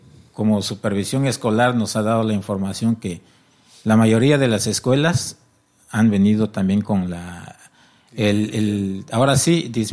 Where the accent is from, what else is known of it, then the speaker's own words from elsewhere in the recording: Unión Hidalgo, Oaxaca, Mexico; Y mire que yo soy de Unión Hidalgo, yo no soy de Juchitán, soy de Unión